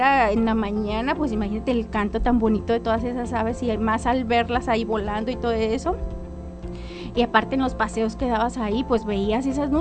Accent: Tepic, Nayarit, Mexico; Yo pues aquí crecí en Tepic, aquí estuve aquí en la primaria, y vivo cerquitas de un punto donde crecen juncos.

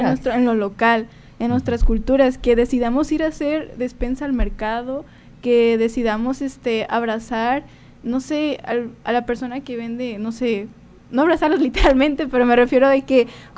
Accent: Mexico; México es un país lleno de lenguas y nosotros somos eso, somos de México

